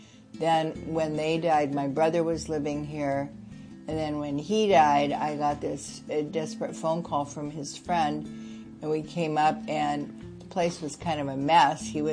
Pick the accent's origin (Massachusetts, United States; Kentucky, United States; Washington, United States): Washington, United States; Bremerton; born there; I was born in Bremerton, Washington, in the Puget Sound Naval Shipyard Hospital.